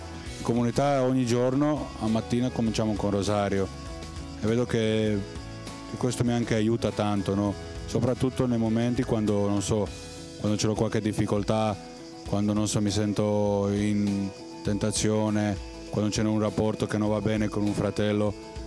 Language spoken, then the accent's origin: Italian; Croatia; now in Italy; vengo dalla Croazia, sono alcuni anni che vivo nella questa realtà della comunità Cenacolo.